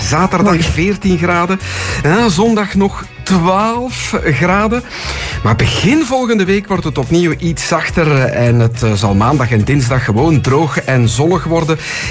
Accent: Flanders, Belgium; Maar natuurlijk, ja, ik ben opgegroeid in het Brusselse, in het Pajottenland.

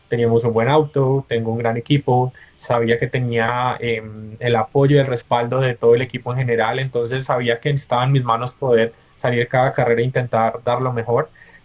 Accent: Colombia; llevar la bandera de Colombia en las pistas del mundo.

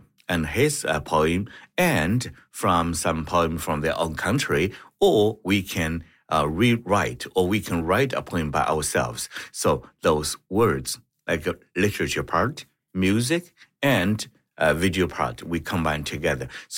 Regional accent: China; English is a second language; now in Canada; Originally, I'm come from China.

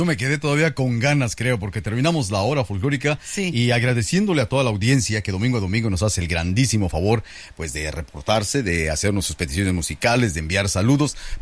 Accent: Santa María Chilapa de Díaz, Oaxaca, Mexico; now in Fresno, United States; yo soy del estado de Oaxaca también, de la Mixteca Alta, de por allá de Villa Santa María, Chilapa de Díaz.

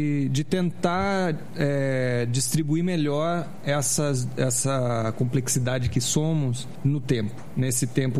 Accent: Rio Grande do Sul, Brazil; also born or lived in Brasília; É. Eu sinto que o gauchês está em mim mais predominantemente do que qualquer coisa, né? Por conta de eu ter sido criado lá, minha família toda lá, né?

